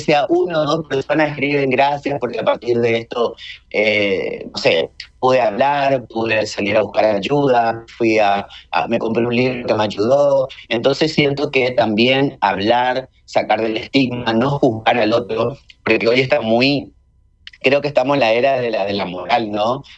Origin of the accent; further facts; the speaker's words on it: Resistencia, Chaco, Argentina; now in Chile; hace un año yo estoy viviendo en Chile, si bien no me desconecto, por supuesto, de donde yo soy, pero Sé que acá hay dispositivos, y seguramente en Corrientes también